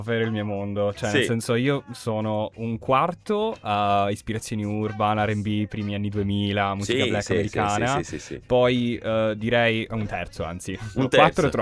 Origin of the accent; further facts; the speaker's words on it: Sicily, Italy; Io intanto lo pronuncio Cartagine con due G perché sono siciliano.